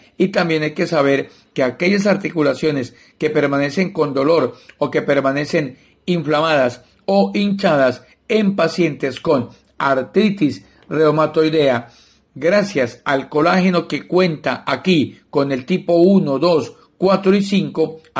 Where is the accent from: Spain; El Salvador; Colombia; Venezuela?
Colombia